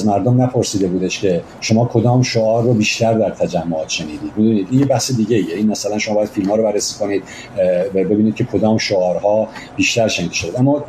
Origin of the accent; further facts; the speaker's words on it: Iran; ما همه ایرانی هستیم،